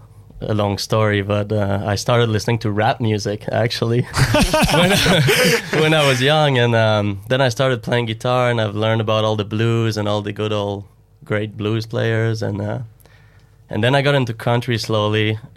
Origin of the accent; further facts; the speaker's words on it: Montreal, Quebec, Canada; now in Tofino, Canada; I'm from Montreal, Quebec, originally. And then I move on the West Coast in Tofino on the Vancouver Island.